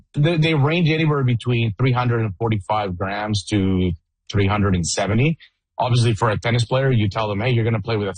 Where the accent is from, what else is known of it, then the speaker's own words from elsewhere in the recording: Mexico; So I was born and raised in Mexico.